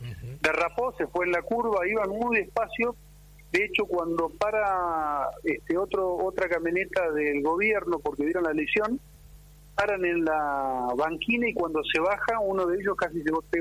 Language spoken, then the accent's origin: Spanish; San Carlos de Bariloche, Río Negro, Argentina; Somos de Bariloche, lo conocemos eso